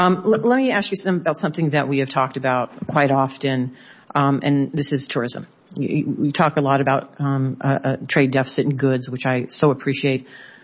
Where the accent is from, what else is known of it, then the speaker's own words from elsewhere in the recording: Las Vegas, Nevada, United States; I have seen that in my home state of Las Vegas.